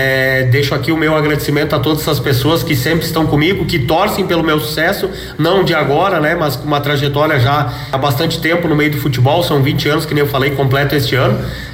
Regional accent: Roca Sales, Rio Grande do Sul, Brazil; moved away as an adult; as minhas raízes que eu sempre criei em Roca Salles, né? Eu sempre que posso venho aqui, visito a região, visito meus amigos, conhecidos

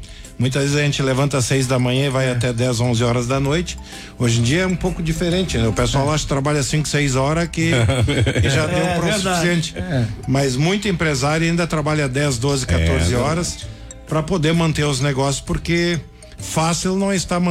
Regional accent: Cruzeiro do Sul, Rio Grande do Sul, Brazil; eu sou do interior de Cruzeiro do Sul, Picada São Gabriel. A atividade principal era filho de agricultores, né?

